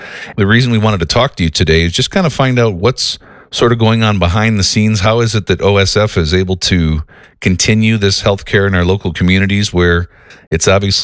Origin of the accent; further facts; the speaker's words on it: Ottawa, Illinois, United States; I grew up in Ottawa, Illinois. And sure. I remember being a kid from Ottawa.